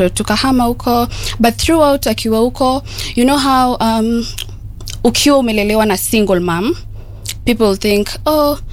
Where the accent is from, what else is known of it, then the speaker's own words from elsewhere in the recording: Nairobi, Kenya; So nilizaliwa na Jericho with my family.